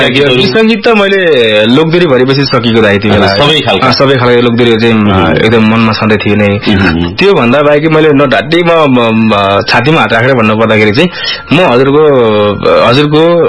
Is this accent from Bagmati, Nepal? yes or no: yes; Gajuri, Bagmati, Nepal; now in Kathmandu, Nepal; होइन मेरो घर त धादिङ हो, तर म लामै समय काठमाडौँ बसेँ, लामो समयदेखि काठमाडौँ छु, घर त धादिङ हो नि दाइ, मेरो जन्मस्थान चाहिँ धादिङ हो।